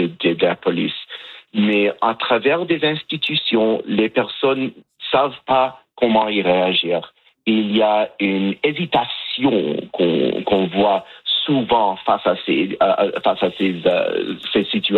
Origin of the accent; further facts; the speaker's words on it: Canada; nous sommes des Canadiens, nous sommes des personnes qui veulent vivre nos vies ici en liberté